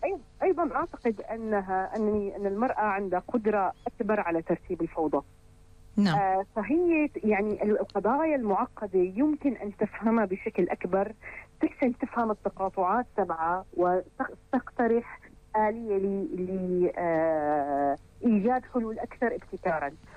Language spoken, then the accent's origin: Arabic; Syria; لنا كسوريين